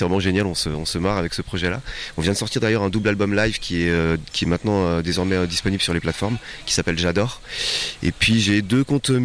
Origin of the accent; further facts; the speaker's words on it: Nancy, Grand Est, France; donc c'est un collectif lorrain, moi je viens de Nancy.